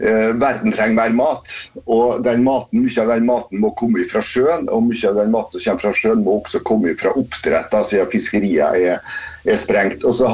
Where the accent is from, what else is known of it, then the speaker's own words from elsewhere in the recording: Møre og Romsdal, Norway; moved away; det var hjemme på Averøya